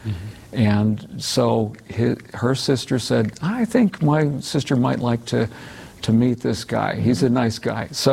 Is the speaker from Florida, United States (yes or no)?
yes; Florida, United States; now in North Carolina, United States; I'm originally from South Florida, and I grew up there and learned a little bit of Spanish, and then did some ministry in Puerto Rico and went to school at Southern Missionary College.